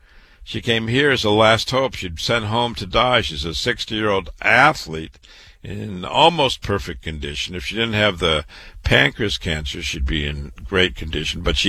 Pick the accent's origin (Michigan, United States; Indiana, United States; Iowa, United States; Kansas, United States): Iowa, United States; Waterloo; cancer doctor, board certified, born and raised in Waterloo, Iowa, went to public school, university, MD at 25.